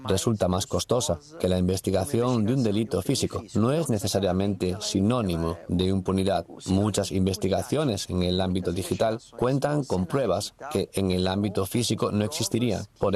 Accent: Brazil; Hoy en día en Brasil somos signatarios del Convenio de Budapest

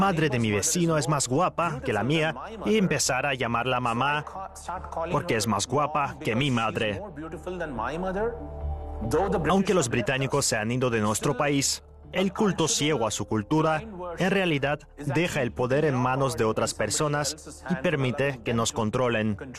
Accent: Chennai, Tamil Nadu, India; Somos del sur de la India, yo soy de Chennai y él es de Cancuda.

